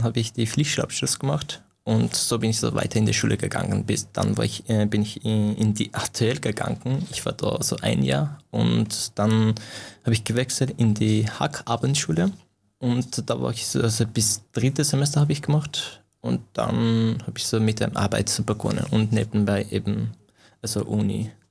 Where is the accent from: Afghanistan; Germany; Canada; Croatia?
Afghanistan; German is a second language; now in Austria; Natürlich, jetzt sage ich, okay, Österreich. Aber ich sehe mich nicht so, natürlich, ich komme ursprünglich aus Afghanistan, aber ich fühle mich nicht so richtig in Afghanen.